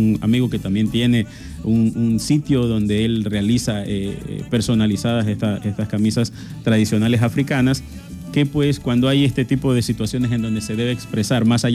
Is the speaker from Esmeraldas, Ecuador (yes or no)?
yes; Esmeraldas, Ecuador; also born or lived in Guayaquil, Ecuador; now in Santo Domingo, Ecuador; soy esmeraldeño, ahora vivo en Santo Domingo, pero también viví en Guayaquil.